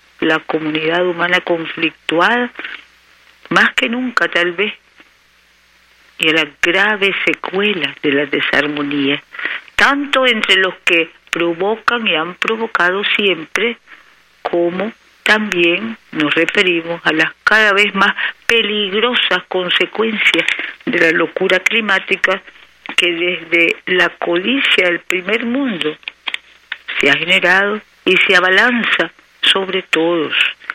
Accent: Nicaragua; como somos todos nicaragüenses

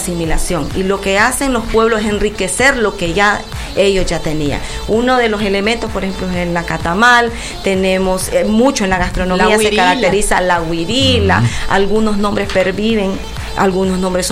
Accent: Nicaragua; al final todos somos nicaragüenses.

